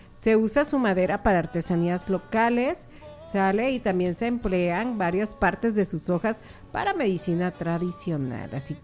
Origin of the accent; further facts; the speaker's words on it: Mexico; estamos con música así un poquito más regional porque somos mexicanos